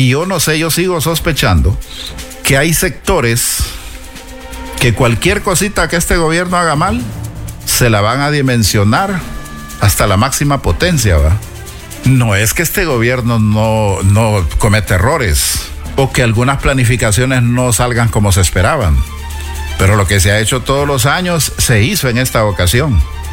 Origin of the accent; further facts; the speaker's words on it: Honduras; no es que todos los hondureños nos fuimos para allá. Hay gente que no nos movíamos porque no teníamos plata